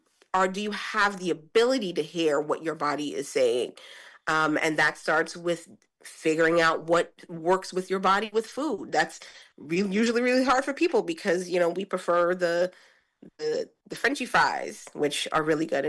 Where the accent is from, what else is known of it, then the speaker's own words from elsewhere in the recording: Brooklyn, New York, United States; now in New Jersey, United States; I'm in New Jersey, but I am from Brooklyn. I'm a New Yorker. And I moved into New Jersey after COVID